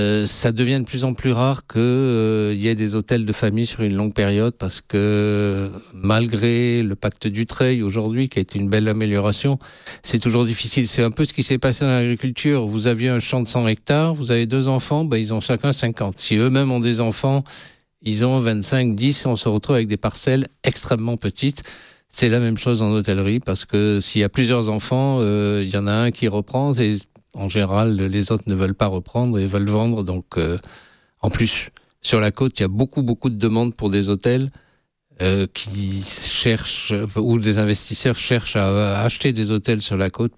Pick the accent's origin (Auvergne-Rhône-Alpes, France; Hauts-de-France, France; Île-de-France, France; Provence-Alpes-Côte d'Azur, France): Provence-Alpes-Côte d'Azur, France; Nice; Donc je suis né à Nice, je suis un vrai niçois malgré mon nom, mes parents sont nés à Nice, trois de mes quatre grands-parents sont nés dans les Alpes-Maritimes.